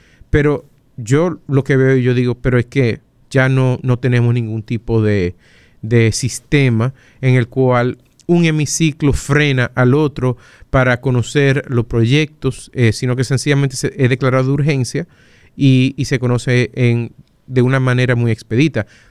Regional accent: Dominican Republic

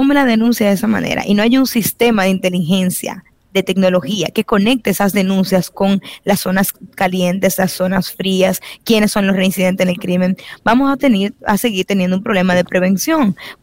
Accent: Dominican Republic; como hija, porque todavía no tengo hijos, y también como ciudadana dominicana

